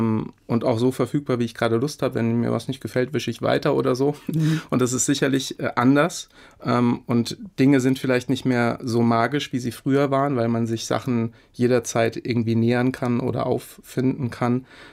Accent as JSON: {"language": "German", "town": "Hofheim", "region": "Hesse", "country": "Germany", "tie": "born or raised there", "said": "das wollte ich eben gerne auch mit den Menschen in meiner Heimatstadt in Hofheim teilen."}